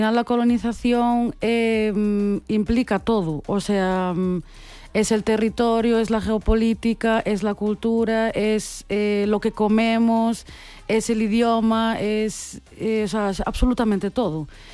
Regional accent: Santiago de Compostela, Galicia, Spain; born there; soy palestina y soy hija de migrantes y nací en Santiago de Compostela, mi familia está en Turquía

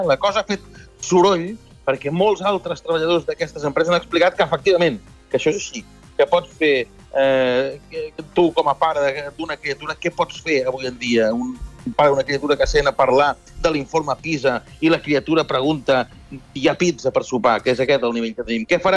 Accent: Sabadell, Catalonia, Spain; Jo sóc de Sabadell i dilluns no hi va haver escola perquè era festa major

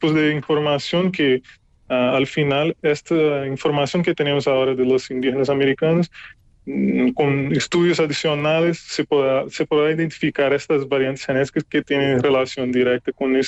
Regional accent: Brazil; Spanish is a second language; moved away; investigadores que son de Latinoamérica, como yo también, que soy de Brasil

